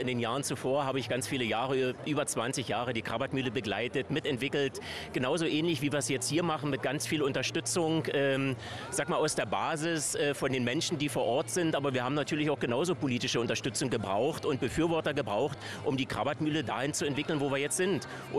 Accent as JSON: {"language": "German", "town": "Schwarzkollm", "region": "Saxony", "country": "Germany", "said": "ich als Schwarzkolmer, als Lausitzer"}